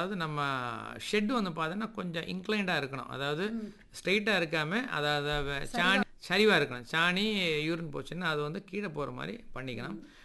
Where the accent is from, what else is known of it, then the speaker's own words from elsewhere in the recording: Nagercoil, Tamil Nadu, India; now in Chennai, India; என்னுடைய சொந்த ஊர்னு நாகர்கோவில், ஆனால் நான் இப்போ இருக்கிற இடம் சென்னை.